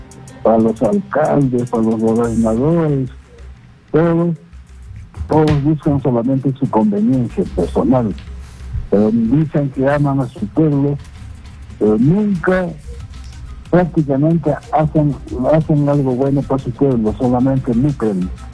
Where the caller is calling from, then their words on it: Ancash, Peru; Pecarito de Ancash.